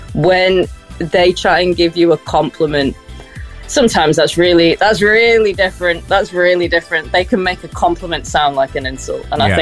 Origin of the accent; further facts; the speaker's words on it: Liverpool, North West England, United Kingdom; accent: Scouse; also born or lived in Preston; now in Manchester, United Kingdom; Yeah, yeah. So I'm from Liverpool originally, but I live in Manchester now.